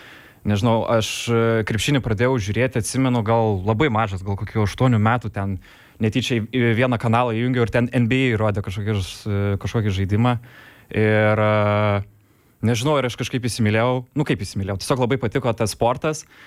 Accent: Vilnius, Vilnius County, Lithuania; Šiaip kurį laiką gyvenau Lazdynuose, po to taip atsitiko, kad persikraustėm į Saulėtekį, čia Antakalnio galas, bet mano visi draugai kažkaip gyveno Žirmūnuose, kadangi lankiau Tuskulėnų vidurinę, po to gimnaziją tapo.

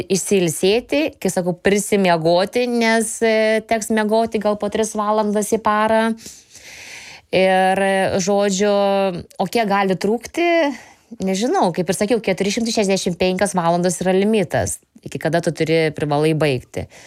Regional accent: Panevėžys, Panevėžys County, Lithuania; Vis tiek aš jaučiu, kad aš garsinu ir Lietuvą, ir savo gimtąjį miestą Panevėžį.

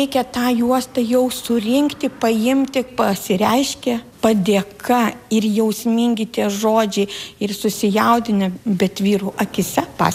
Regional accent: Panevėžys County, Lithuania; Tai aš pati esu iš Pasvalio krašto, augusi kaime

